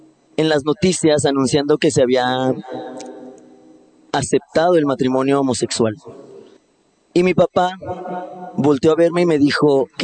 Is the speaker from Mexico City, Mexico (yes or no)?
no; Morelia, Michoacán, Mexico; Yo soy de Morelia.